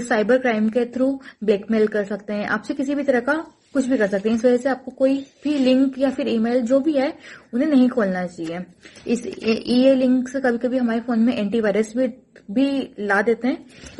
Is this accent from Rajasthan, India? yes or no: yes; Rajasthan, India; मैं भगवगढ़ 12 राजस्थान से हूँ।